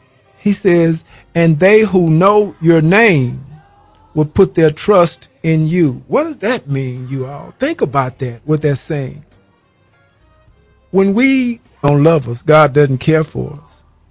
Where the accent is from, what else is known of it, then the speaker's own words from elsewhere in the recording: Houston, Texas, United States; He's from Dallas, and I'm from Houston, and you know Houston and Dallas didn't get along at all together.